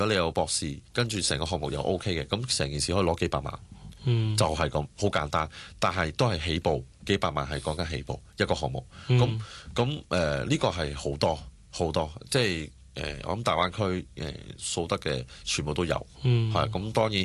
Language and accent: Cantonese; Hong Kong; 我哋作为香港人